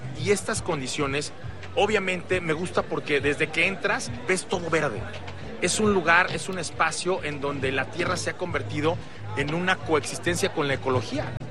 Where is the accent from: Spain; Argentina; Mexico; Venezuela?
Mexico; como mexicanos a mí me ha tocado ver que muchos que viajamos al extranjero